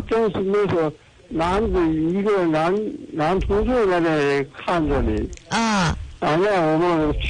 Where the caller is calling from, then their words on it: Wangqing, Jilin, China; 我是汪清的。